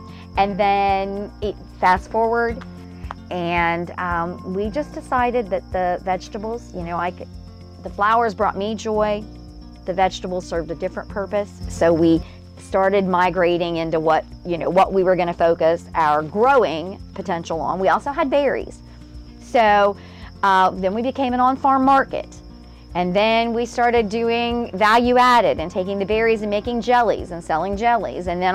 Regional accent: West Virginia, United States; I grew up in Wirt County, a place called Monday Broward. We grew up pretty meagerly.

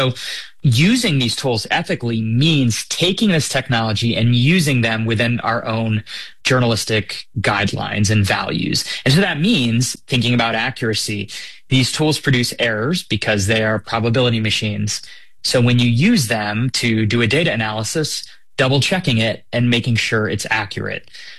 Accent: Tampa, Florida, United States; So my hometown newspaper, the Tampa Bay Times, uses AI for weather alerts and for real estate briefs.

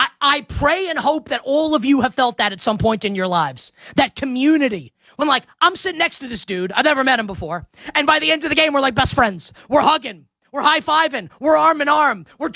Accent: New York City, New York, United States; I'm a Knicks fan, and I'm a New Yorker.

